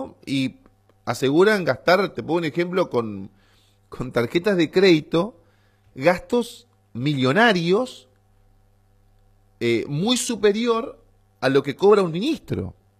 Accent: Corrientes, Argentina; Yo sé que muchos correntinos, como muchos argentinos, hacemos a veces tripa corazón de las situaciones difíciles

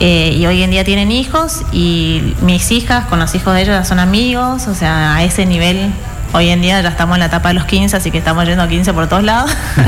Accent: Argentina

